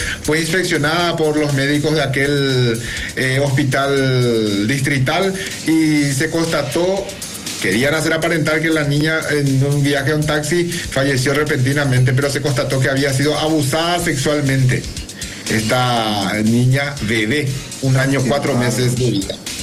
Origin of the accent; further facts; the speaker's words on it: Paraguay; ¿Qué problema va a haber si todos somos paraguayos?